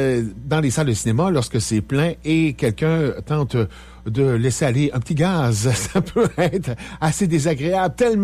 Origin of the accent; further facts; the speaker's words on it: Quebec, Canada; chez nous au Québec